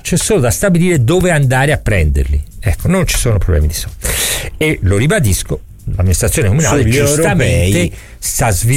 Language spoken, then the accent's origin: Italian; Florence, Tuscany, Italy; io sono fiorentino, ci mancherebbe altro.